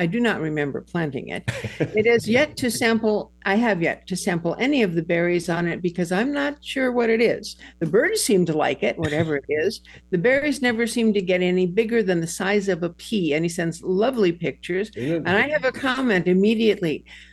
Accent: Michigan, United States; keeps writing to me about Michigan things because I'm from Michigan.

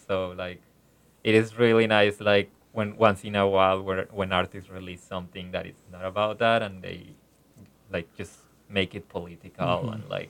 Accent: Monterrey, Nuevo León, Mexico; moved away; my hometown in Monterrey.

